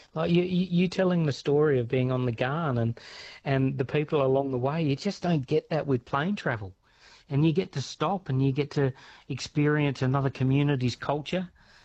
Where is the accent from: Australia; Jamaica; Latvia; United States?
Australia; Western Australia; born or raised there